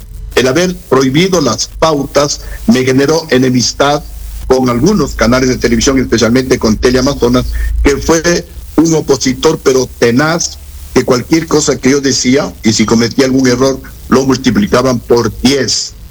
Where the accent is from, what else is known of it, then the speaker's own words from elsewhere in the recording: Ecuador; somos los ecuatorianos confiados, creemos en la palabra de la gente.